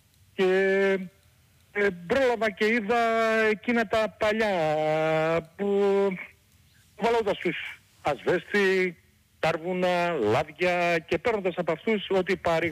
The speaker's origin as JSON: {"language": "Greek", "area": "Kalymnos", "region": "South Aegean", "country": "Greece", "said": "όπως λέμε εμείς εδώ στο νησί μου, την Κάλυμνο"}